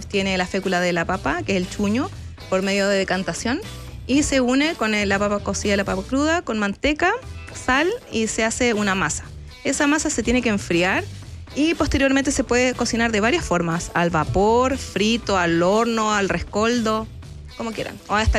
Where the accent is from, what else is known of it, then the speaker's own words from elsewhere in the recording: Puerto Montt, Los Lagos, Chile; moved away as an adult; now in Santiago, Chile; venir a otra ciudad, yo soy de Puerto Montt, sin redes familiares, sin amigos, nada. Tuve que empezar todo de cero acá en Santiago.